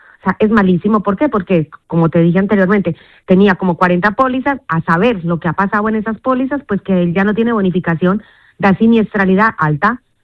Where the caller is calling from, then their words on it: Vélez-Málaga, Andalusia, Spain; yo también soy de Vélez, Málaga